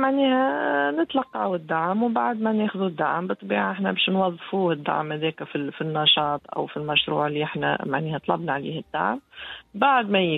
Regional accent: Tunisia; شوف تونس نقول لهم أنا راهو تونسي حنين وكريم

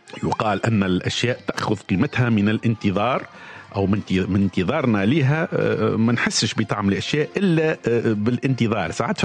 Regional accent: Tunisia; accent: Tunisian; لكن احنا تعودنا انه في لهجتنا التونسية نقولوا استنى

